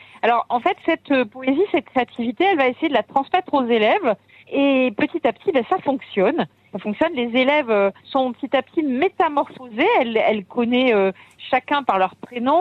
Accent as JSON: {"language": "French", "region": "Auvergne-Rhône-Alpes", "country": "France", "tie": "born or raised there", "said": "je suis pourtant originaire d'Auvergne, mais une maman passionnée de médecine douce, de chamanisme, etc. Donc voilà, l'origine de mon prénom, mais je suis une pure Auvergnate."}